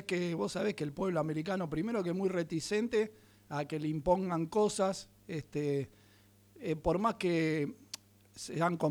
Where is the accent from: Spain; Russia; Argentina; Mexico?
Argentina